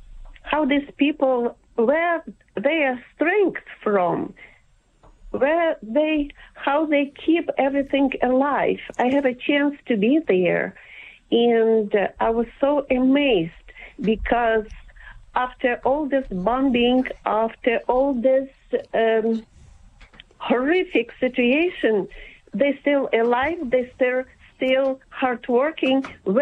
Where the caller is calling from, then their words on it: Raleigh, North Carolina, United States; Hi, I'm from Raleigh, North Carolina